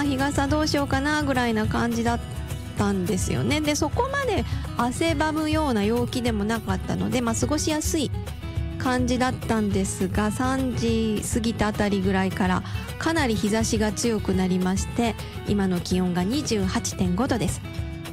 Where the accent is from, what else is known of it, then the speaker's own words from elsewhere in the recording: Osaka, Japan; 大阪人だから